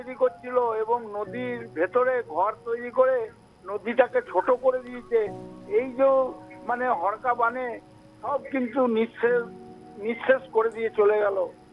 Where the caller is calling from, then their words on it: Purba Bardhaman district, West Bengal, India; আমি পশ্চিমবঙ্গের পূর্ব বর্ধমান জেলার ভূতপুর থেকে … দাদা ভাই।